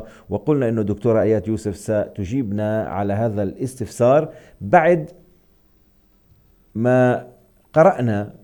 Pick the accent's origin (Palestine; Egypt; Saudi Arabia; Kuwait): Palestine; عندنا في فلسطين